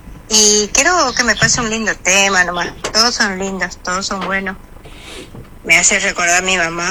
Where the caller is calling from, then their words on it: Misiones, Argentina; Soy de acá del kilómetro 3, barrio Avanti y Yacutinga.